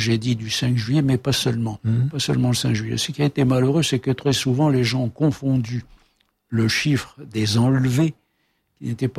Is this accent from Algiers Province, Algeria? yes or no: yes; El Harrach, Algiers Province, Algeria; Moi, je suis de Maison Carrée.